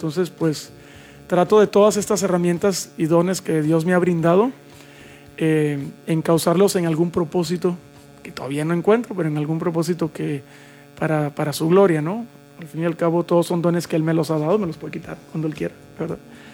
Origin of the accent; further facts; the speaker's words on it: Cuba; also born or lived in Monterrey / Torreón; now in Ciudad del Carmen, Mexico; Como buen cubano, exactamente.